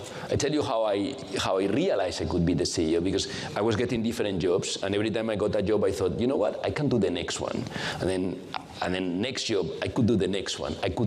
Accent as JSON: {"language": "English", "town": "Valencia", "region": "Valencian Community", "country": "Spain", "tie": "born or raised there", "moved": "as an adult", "lives_now": "United States", "said": "I spent a lot of my childhood in Valencia, my hometown, in my grandmother's pharmacy."}